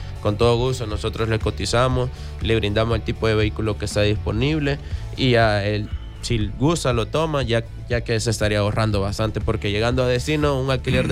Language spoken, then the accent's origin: Spanish; El Salvador; Como somos salvadoreños, siempre dejamos todo para última hora